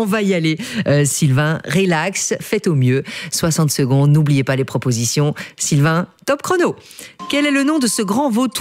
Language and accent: French; Belgium; On a des vallons chez nous, là, la côte, on a tout ce qu'il faut, monsieur.